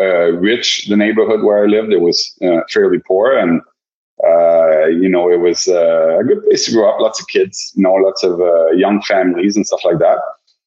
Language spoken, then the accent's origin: English; Laval, Quebec, Canada; I was born in Laval, Quebec, up until 12 years old.